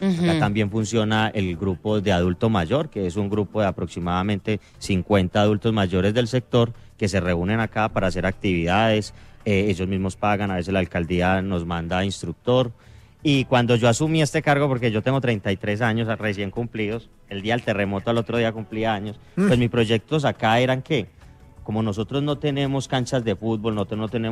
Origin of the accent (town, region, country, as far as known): Pereira, Risaralda, Colombia